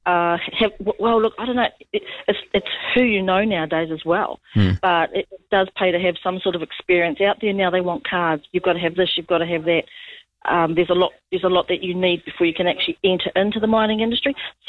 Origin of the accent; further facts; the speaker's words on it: Taumarunui, Manawatū-Whanganui, New Zealand; I am from Taumarunui, actually.